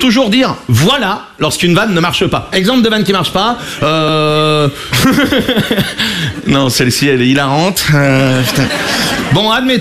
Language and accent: French; Brittany, France; Je suis breton. J'ai 21 ans.